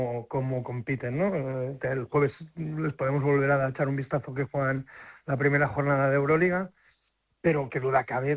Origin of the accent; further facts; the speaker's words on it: Badalona, Catalonia, Spain; Soy de Badalona, pero también soy del Barça de fútbol. Entonces, bueno, ahí he estado en el Barça. O sea que, pero soy de Badalona, eso no me lo quita nadie.